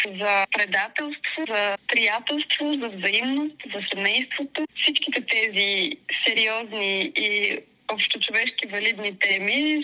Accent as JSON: {"language": "Bulgarian", "town": "Pernik", "region": "Pernik Province", "country": "Bulgaria", "said": "Тъй като аз съм от Перник"}